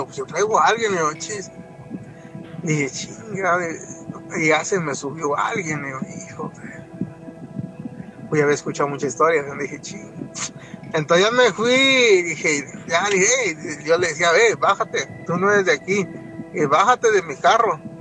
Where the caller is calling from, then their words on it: Las Vegas, Nevada, United States; also born or lived in Tijuana; Estoy en mi trabajo y estoy escuchando … de Las Vegas.